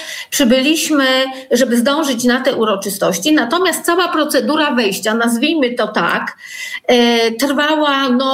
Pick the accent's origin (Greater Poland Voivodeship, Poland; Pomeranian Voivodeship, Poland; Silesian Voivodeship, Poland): Greater Poland Voivodeship, Poland; Poznań; jestem poznanianką, jestem również wnuczką powstańców wielkopolskich.